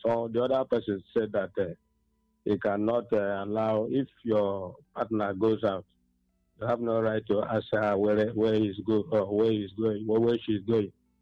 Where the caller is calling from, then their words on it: Enugu, Enugu State, Nigeria; I'm calling from Enugu.